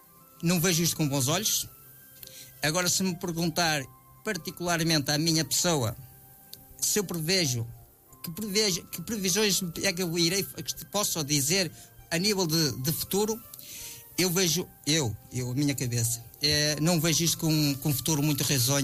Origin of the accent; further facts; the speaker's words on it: Portugal; nem em Eiriche, da minha terra